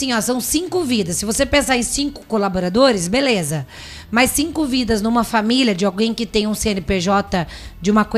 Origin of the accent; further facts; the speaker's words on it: Bahia, Brazil; A gente veio da Bahia, né? Eles que nasceram da Bahia.